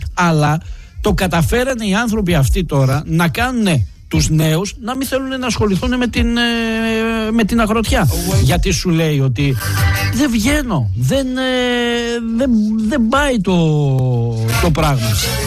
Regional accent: Greece

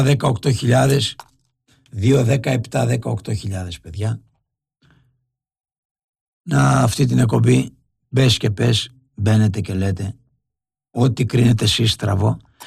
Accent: Greece

